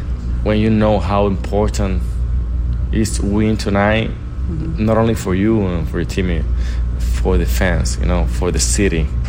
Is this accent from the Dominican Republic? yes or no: yes; Dominican Republic; English is a second language; moved away; Yeah, I grew up back in Dominican Republic.